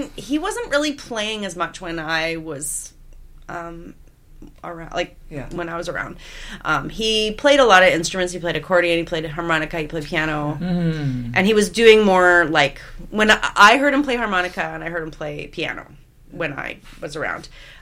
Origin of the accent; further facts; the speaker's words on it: Vancouver, British Columbia, Canada; My mom's family's from Saskatchewan, but no, I grew up here. I grew up here in Vancouver.